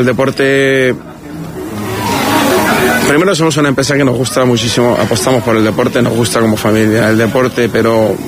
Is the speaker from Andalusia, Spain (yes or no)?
yes; Marbella, Andalusia, Spain; Somos de Marbella, estamos orgullosos de decir que somos empresarios marbellís, maragueños, andaluces, ¿no?